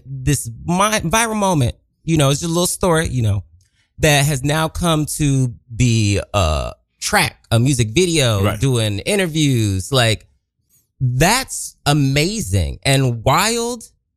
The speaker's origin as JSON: {"language": "English", "region": "Florida", "country": "United States", "said": "In the South, like particularly like Florida, so I was from Florida."}